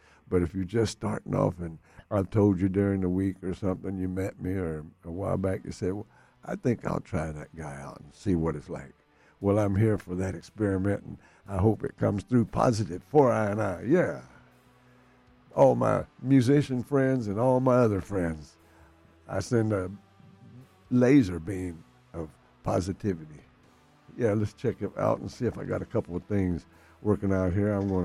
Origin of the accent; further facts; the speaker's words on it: Irving, Texas, United States; now in Winter Park, Florida, United States; I grew up in Dallas, Texas, Irving, Texas, right outside of Dallas. I've been in Florida for 45 years